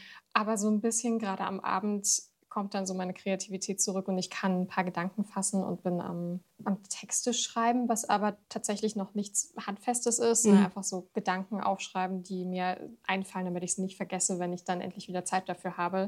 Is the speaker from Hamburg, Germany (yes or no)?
no; Erfurt, Thuringia, Germany; Ich komme aus Erfurt und bin auch immer noch in Erfurt zu Hause